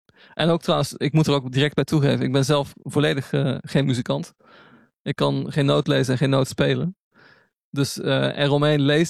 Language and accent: Dutch; Netherlands; now in United States; En dat zeg ik wederom niet als Nederlander.